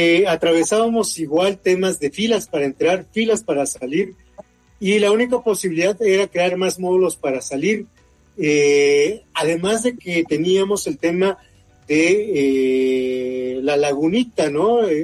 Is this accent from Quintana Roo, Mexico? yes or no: no; Manzanillo, Colima, Mexico; moved away as an adult; Yo salí de Manzanillo por un tema profesional, afortunadamente, ¿no? Pero Si yo tuviera la oportunidad de estar en Manzanillo, créeme que yo estaría ahí disfrutando del calor